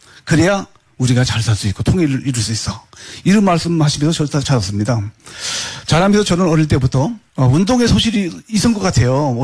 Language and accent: Korean; Kaesong, North Hwanghae, North Korea; now in South Korea; 제가 온 지 벌써 29년이 됐습니다. 됐는데 사실 저는 고향이 개성 아시죠? 예, 개성 개풍군 묵성리라고, 거기에 저희 고향이 있고요.